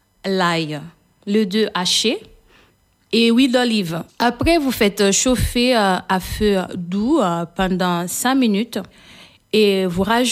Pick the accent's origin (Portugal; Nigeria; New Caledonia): Portugal; accent: Portuguese; French is a second language; moved away; also born or lived in São Tomé and Príncipe; non, je ne viens pas du Portugal, je viens de São Tomé et Príncipe. C'est mon pays d'origine.